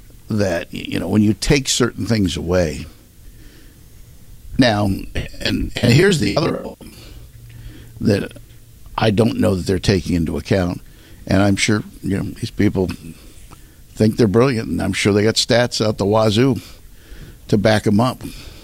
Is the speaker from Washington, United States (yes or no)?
no; Baltimore, Maryland, United States; I grew up in and around Baltimore, which meant I watched Baltimore TV.